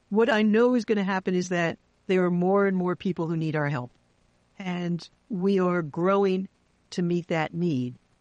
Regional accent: New York City, New York, United States; this is not a great example because I'm a New Yorker, so I talk fast

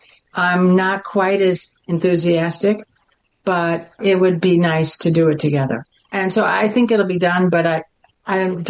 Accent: Midwest, United States; I'm a Midwesterner

